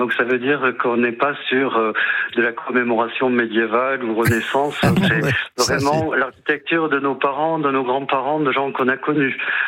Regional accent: Toulouse, Occitanie, France; Je suis toulousain

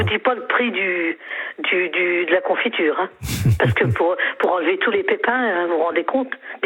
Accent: Grand Est, France; now in Calais, France; Je suis originaire de Lorraine.

